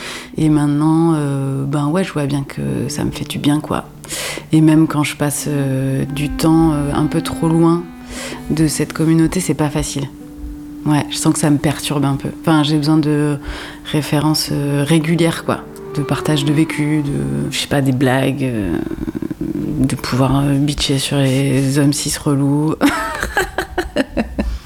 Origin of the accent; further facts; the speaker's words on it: Occitanie, France; born there; also born or lived in Montpellier; now in La Guépie, France; Et moi je suis originaire de vers Montpellier, entre Montpellier et Larzac quoi. C'était un milieu très rural. En fait en vrai j'ai grandi à Montpellier dans un squat jusqu'à mes 6-7 ans. Et puis ensuite, je suis partie dans un tout petit village avec ma maman, qui s'appelle Les Sals. C'est vers le plateau du Larzac, quoi.